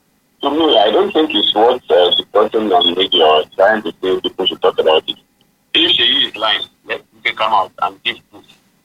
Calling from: Ibadan, Oyo, Nigeria; I'm calling from Mokola.

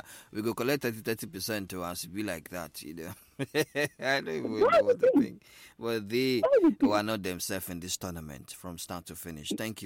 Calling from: Nigeria; from Garrigi.

